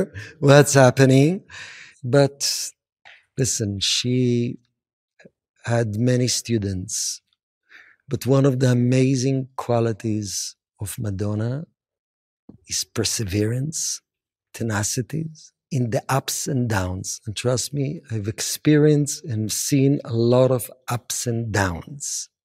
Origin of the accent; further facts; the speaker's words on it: Israel; I grew up in Israel in a non-religious family.